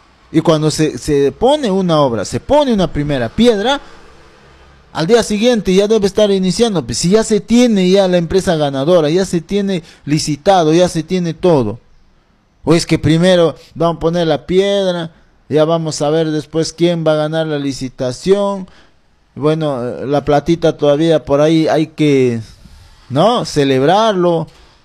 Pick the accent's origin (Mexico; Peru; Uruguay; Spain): Peru; Con mis conciudadanos de mi pueblo, donde me vio crecer Unión Autiqui, ahora el sector Alto Unión Autiqui